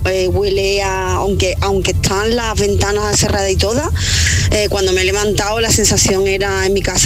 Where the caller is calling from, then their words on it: Gibraleón, Andalusia, Spain; de Gibraleón. Voy saliendo ahora mismo de casa y el pueblo es una nube de humo.